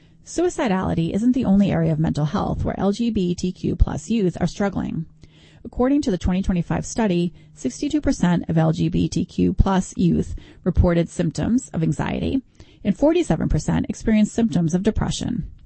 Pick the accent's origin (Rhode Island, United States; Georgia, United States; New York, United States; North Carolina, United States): North Carolina, United States; born or raised there